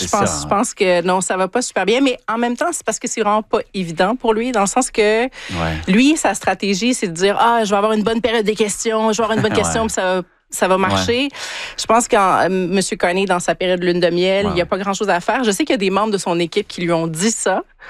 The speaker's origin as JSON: {"language": "French", "region": "Quebec", "country": "Canada", "said": "arrête de faire ça parce que moi, je viens du Québec"}